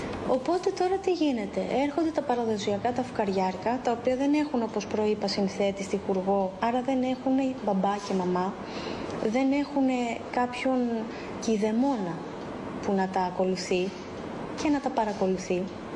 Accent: Greece; ως Έλληνες

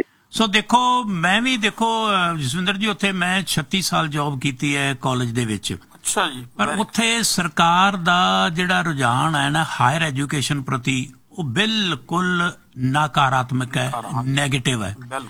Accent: Punjab, India; moved away as an adult; now in Canada; ਸਾਡਾ ਪੰਜਾਬ ਉਹ ਬਹੁਤ ਵਧੀਆ ਹੈ, ਸਾਡੀਆਂ ਜੜ੍ਹਾਂ ਉੱਥੇ ਹੈ, ਸਾਡੀਆਂ ਰੂਟਸ ਉੱਥੇ ਹੈ, ਸਾਡੇ ਬੱਚੇ ਭੈਣ ਭਰਾ, ਸਾਡਾ ਬਚਪਨ ਉੱਥੇ ਬੀਤਿਆ, ਜਵਾਨੀ ਉੱਥੇ ਬੀਤੀ ਹੈ।

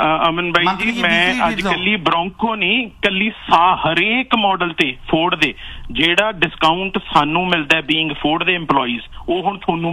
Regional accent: Patiala, Punjab, India; ਮੈਂ ਪਟਿਆਲੇ ਦਾ ਬਈ।

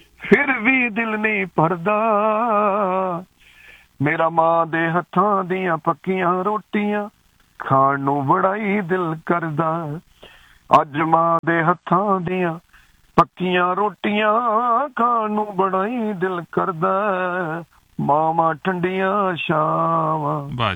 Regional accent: Husainpur, Punjab, India; now in England, United Kingdom; ਅਸੀਂ ਨਕੋਦਰ ਦੇ ਨਾਲ, ਸਾਡਾ ਪਿੰਡ ਆ ਜੀ ਹੁਸੈਨਪੁਰ, ਤੇ ਸਾਨੂੰ ਉਹ ਪਿੰਡਾਂ ਦੀ ਲਫ਼ਜ਼ ਉਹਦਾ ਦੀ ਗੱਲਬਾਤ ਹੋਣੀ ਚਾਹੀਦੀ ਆ।

